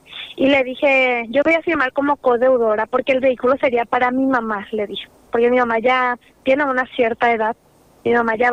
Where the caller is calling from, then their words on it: Asunción, Paraguay; porque nosotros somos de Sajonia, la zona del Bañado Tacumbu.